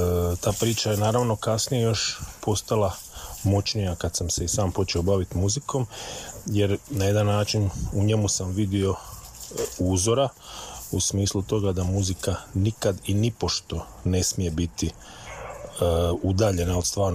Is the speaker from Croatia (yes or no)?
yes; Dalmatia, Croatia; ja sam Dalmatinac rodom